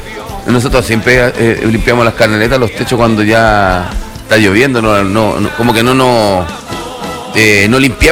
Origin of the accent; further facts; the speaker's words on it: Chile; así somos, así el chileno.